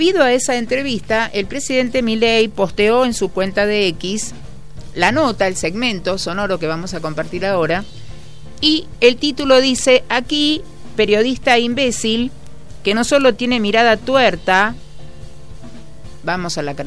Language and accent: Spanish; Argentina